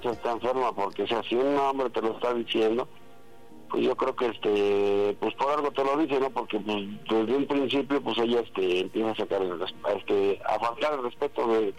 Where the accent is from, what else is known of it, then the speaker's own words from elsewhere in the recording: Nezahualcóyotl, State of Mexico, Mexico; Mira, yo tengo 47 años y soy de aquí de Ciudad Neza.